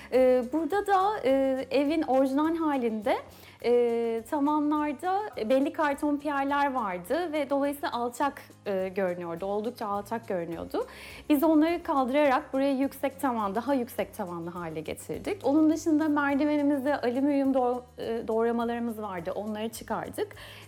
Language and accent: Turkish; İzmir, Turkey; moved away as an adult; now in Istanbul, Turkey; İzmirliyim. Burası Uskumruköy. Uskumruköy'de bahçeli bir sitedeyiz şu anda.